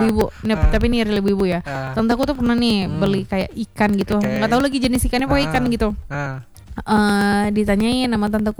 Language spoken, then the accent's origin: Indonesian; Bukittinggi, West Sumatra, Indonesia; born there; Emang keren tuh Bukit Tinggi. Itu kota kelahiranku loh.